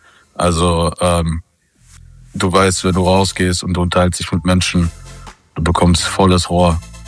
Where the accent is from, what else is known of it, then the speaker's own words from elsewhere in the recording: North Rhine-Westphalia, Germany; Ich bin Pottler, ich bin groß geworden im Pott. Also ich wurde auch schon aus Jobs rausgeschmissen wegen meiner Artikulation.